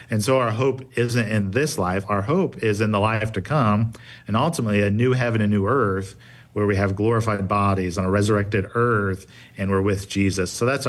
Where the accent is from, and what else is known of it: United States